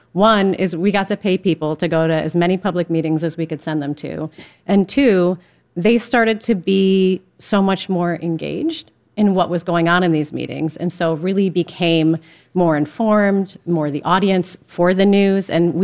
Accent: Ohio, United States; born or raised there

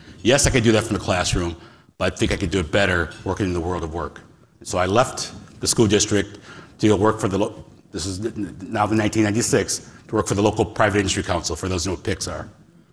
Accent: Wisconsin, United States; moved away as an adult; now in Pittsburgh, United States

